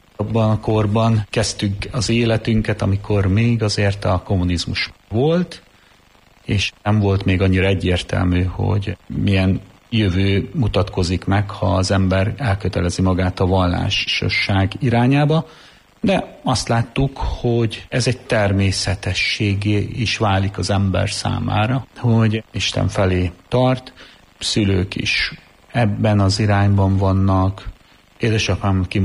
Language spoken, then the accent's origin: Hungarian; Pécel, Pest, Hungary; Pécelyről számozom, ott nevelkedtem. Egy elkötelezett katolikus család, mondhatnám így, hát a szülők által volt elkötelezve ez a család.